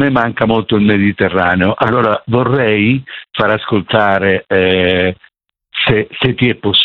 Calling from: Canary Islands, Spain; ti chiamo da Tenerife.

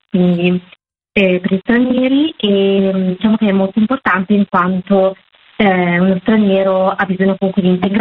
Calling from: Milan, Lombardy, Italy; Sono al Benillo, a Milano, in via Capuzzo 5.

